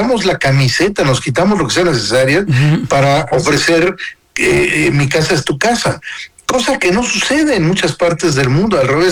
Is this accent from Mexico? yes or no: yes; Mexico; Tenemos grandes cualidades como mexicanos.